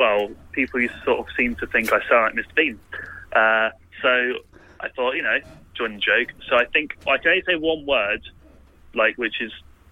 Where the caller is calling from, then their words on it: Harrow, London, United Kingdom; Harrow in London.